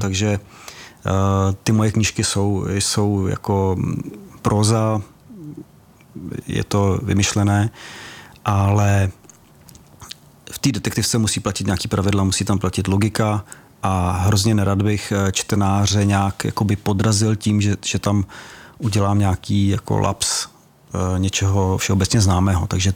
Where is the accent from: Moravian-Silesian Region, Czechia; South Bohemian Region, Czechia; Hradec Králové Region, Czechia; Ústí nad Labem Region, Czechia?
South Bohemian Region, Czechia; Horní Stropnice; Já jsem rodilý Jihočech.